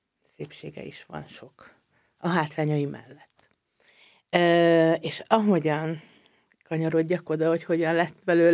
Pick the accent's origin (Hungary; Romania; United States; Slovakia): Hungary; Heves; moved away as an adult; also born or lived in Eger; now in Budapest, Hungary; faluban, kisvárosban, faluban nőttem fel, úgyhogy szerintem most értékelem ezt már felnőttként, hogy ez mennyire jó volt. Úgyhogy ott nőttem föl, Egerbe jártam középiskolába, főiskolára, és akkor utána kerültem Budapestre.